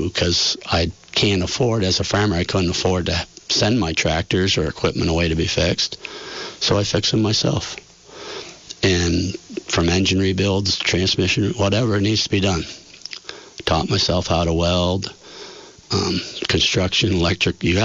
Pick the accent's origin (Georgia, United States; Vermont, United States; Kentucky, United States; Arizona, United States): Vermont, United States; Barre; Grew up in Barrietown. I was born in Barrie City Hospital, which no longer exists. I'm the fifth generation, and my son and my grandson live on the farm with me.